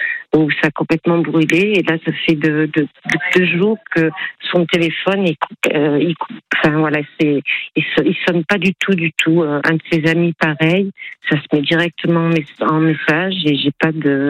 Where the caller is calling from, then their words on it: Cannes, Provence-Alpes-Côte d'Azur, France; j'habite à Cannes